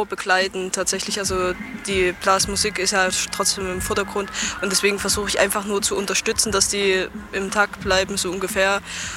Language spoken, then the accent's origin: German; Drehbach, Saxony, Germany; Ich komme aus Drehbach und ich spiele Schlagzeug oder auch Percussion, eigentlich beides.